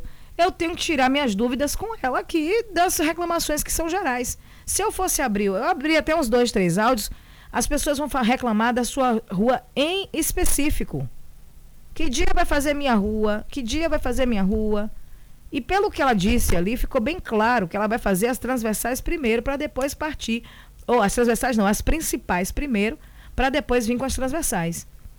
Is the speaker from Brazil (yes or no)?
yes; Brazil; Somos brasileiros e queremos ver é vitória.